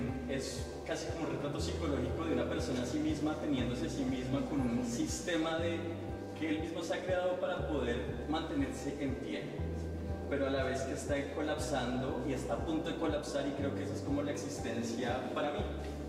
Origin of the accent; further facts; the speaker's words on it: Bogotá, Colombia; soy de Bogotá, Colombia.